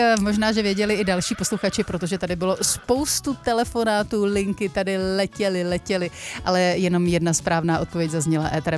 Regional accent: Sejřek, Vysočina Region, Czechia; Narodil jsem se … v Sejřku u Nedvědice pod Pernštejnem, kde jsem se také vyučil hodinářem.

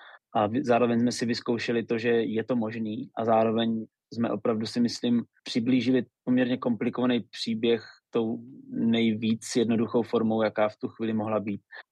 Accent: Lipník nad Bečvou, Olomouc Region, Czechia; který bydlel v Lipníku nad Bečvou, což je místo, odkud pocházím i já.

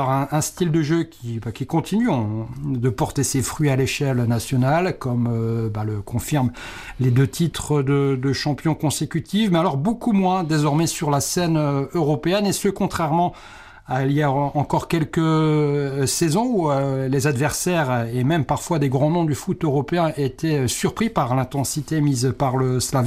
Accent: France; Et, tout en tant que Français, c'est des scènes auxquelles on a aussi assisté en France.

